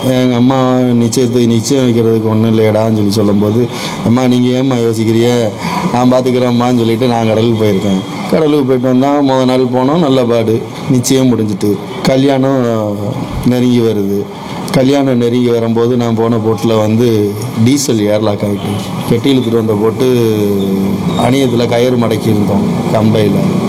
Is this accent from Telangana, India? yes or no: no; Rameswaram, Tamil Nadu, India; moved away as an adult; now in Pamban, India; எனக்கு 36 வயசு ஆகுது. எனக்கு நான் பிறந்து வளர்ந்ததுலாம் ராமேஸ்வரம். பாம்பனுக்கு வந்து ஒரு 15 வருஷம் 18 வருஷம் இருக்கு.